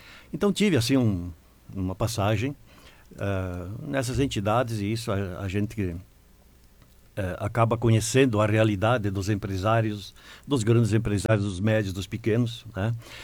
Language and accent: Portuguese; Rio Grande do Sul, Brazil; moved away as an adult; now in Toledo, Brazil; Eu sou natural do Rio Grande do Sul, né? Filho de pequeno agricultor.